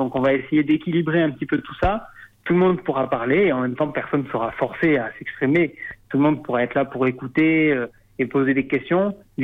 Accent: Occitanie, France; now in Paris, France; Et puis, tout simplement, c'est chez moi.

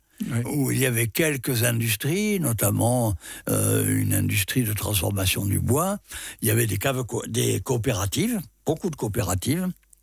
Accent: France; born there; moved away; je suis d'une des premières générations à avoir quitté ma région natale pour d'autres régions de la France

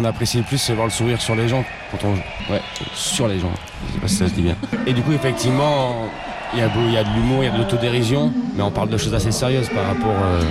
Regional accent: France; Pour être plus compris, chez nous, on va dire aussi. Enfin, chez nous en France, on va dire.

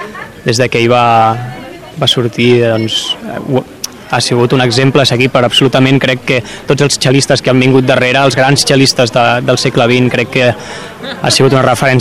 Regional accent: Catalonia, Spain; evidentment com a cel·listes i com a catalans també

